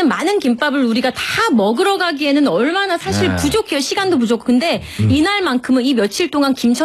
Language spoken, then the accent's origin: Korean; Seoul, South Korea; born there; 저 효자동에서 태어났어요.